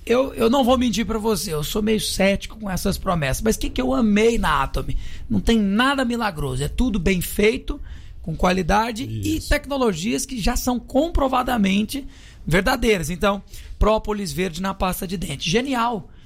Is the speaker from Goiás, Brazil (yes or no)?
yes; Goiás, Brazil; nós somos goianos